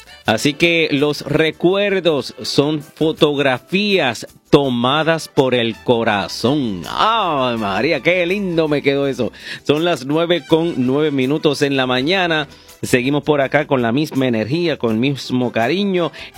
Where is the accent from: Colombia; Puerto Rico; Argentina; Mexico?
Puerto Rico; Aguada; También para Doña Herminia ya en Aguada, mi pueblo de Aguada.